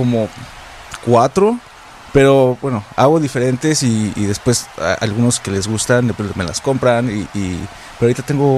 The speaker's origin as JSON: {"language": "Spanish", "region": "Aguascalientes", "country": "Mexico", "lives_now": "Chicago, United States", "said": "Soy originario de Aguascalientes, México. Y pues ahorita estoy aquí en Chicago haciendo un poquito de carrera en la lucha."}